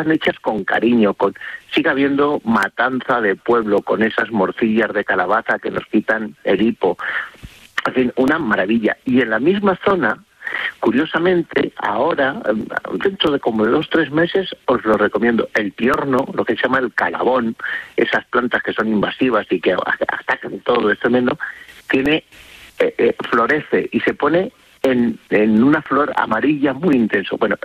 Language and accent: Spanish; Castile and León, Spain; also born or lived in Madrid; Pero bueno, ¿cómo no lo voy a conocer si es mi tierra? Que es que yo me crié tirando cantos a los del pueblo de arriba, a los de Navasequilla